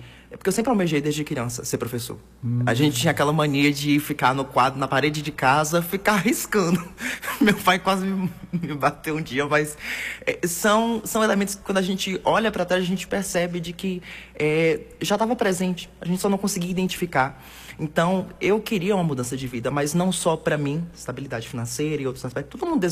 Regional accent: Bom Jesus da Lapa, Bahia, Brazil; moved away as an adult; now in Caetité, Brazil; eu sou natural de Bom Jesus da Lapa, sou da periferia da cidade

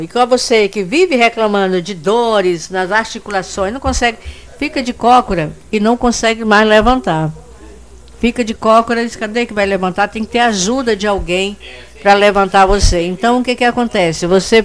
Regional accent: Oeiras, Piauí, Brazil; Isso, sou de Oeiras.

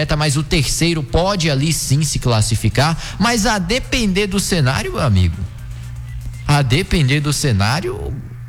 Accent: Brazil; Eu, como brasileiro

